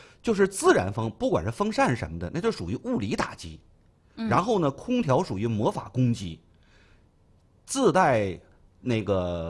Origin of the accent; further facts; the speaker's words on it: Liaoning, China; 这河北没我们辽宁高